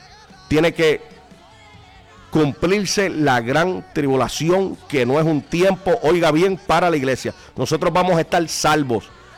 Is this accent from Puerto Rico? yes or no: yes; Puerto Rico; libres a nuestro Puerto Rico, a nuestro país